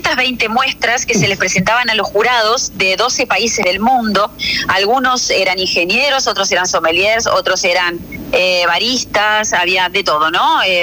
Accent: Argentina

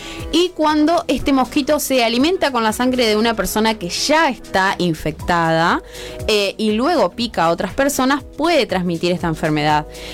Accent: San Jaime de la Frontera, Entre Ríos, Argentina; desde mi pueblo querido, San Jaime de la Frontera

